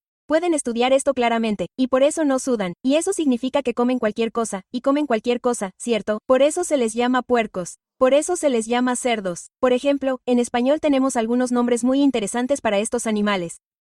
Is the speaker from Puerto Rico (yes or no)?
yes; Puerto Rico; Soy de Puerto Rico, y eso es lo que comemos. Esos son los manjares que tenemos como isla.